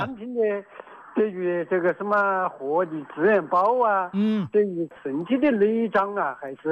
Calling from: Jingmen, Hubei, China; 我是荆门市麻多的区麻城镇的人

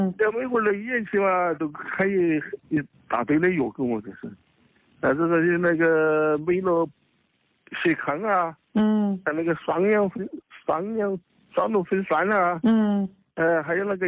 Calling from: Chengdu, Sichuan, China; 我是在成都的呢。

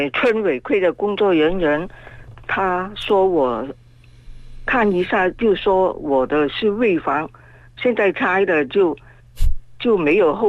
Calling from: Guangzhou, Guangdong, China; 是炭部镇社岗村的。

